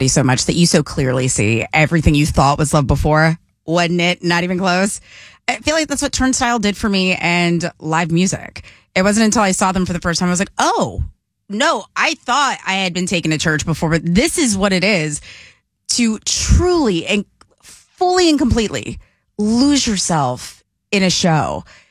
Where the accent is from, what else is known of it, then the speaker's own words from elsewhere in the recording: Virginia Beach, Virginia, United States; my hometown of Virginia Beach